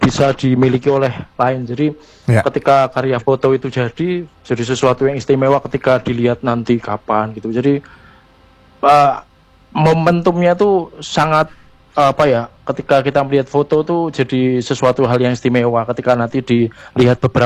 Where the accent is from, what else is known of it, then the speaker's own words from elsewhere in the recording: Semarang, Central Java, Indonesia; moved away as an adult; now in Yogyakarta, Indonesia; Kebetulan saya sekarang tinggal, saya asli Semarang, tapi saat ini masih sedang menyelesaikan studi saya di ISI Jogja.